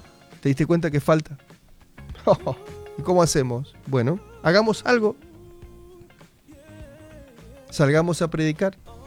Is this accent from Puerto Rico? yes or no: no; Argentina